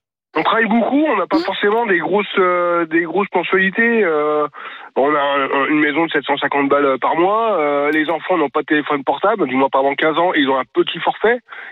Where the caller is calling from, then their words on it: Saint-Aubin-la-Plaine, Pays de la Loire, France; c'est là où, où j'habite, mais non, je suis pas là, je suis à Caen.